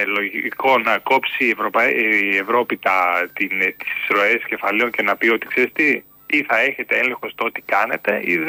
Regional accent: Greece; now in Germany; Εγώ τώρα, παραδείγματος χάρη που είμαι Έλληνας, μου λέει το γερμανικό κράτος η εφορία

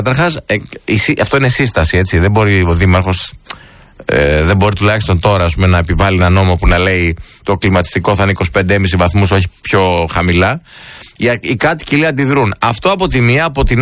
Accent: Greece; που είμαστε Έλληνες.

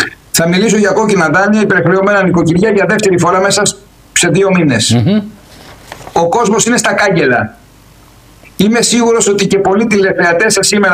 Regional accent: Greece; εγώ συνεχίζω κανονικά τη δουλειά μου ως ευρωβουλευτής Έλληνας και προσπαθώ να κάνω το καλύτερο για την πατρίδα μου, την νησιωτική χώρα, την περιφέρεια και όλη την Ελλάδα.

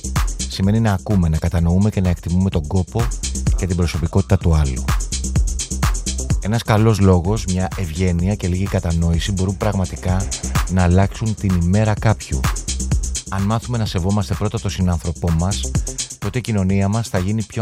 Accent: Agia Paraskevi, Attica, Greece; Καλησπέρα … από την Αγία Παρασκευή

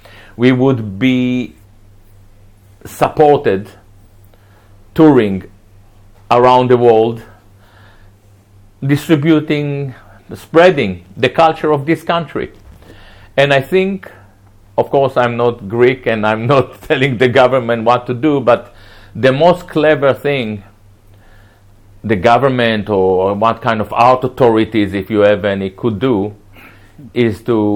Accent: Palestine; I'm, you know, I grew up in Palestine, you know

